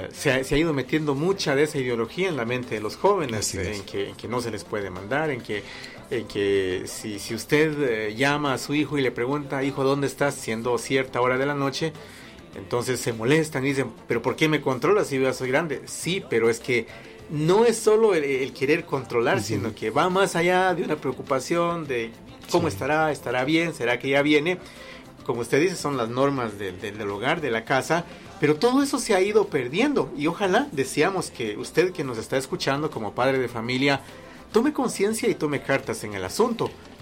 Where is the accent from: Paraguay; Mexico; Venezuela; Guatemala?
Guatemala; como soy ciudadano guatemalteco, tengo derecho de votar